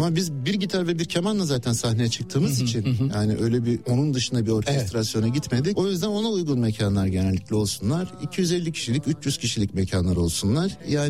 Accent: Istanbul, Turkey; Ben Beyoğlu çocuğuyum yani. Orada büyüdüm. Galatasaray'da yatılı okulda okuduğum için.

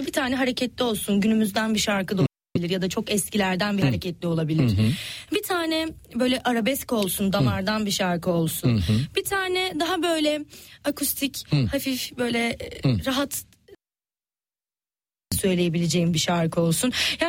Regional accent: Bergama, İzmir, Turkey; Memleketim Bergama.

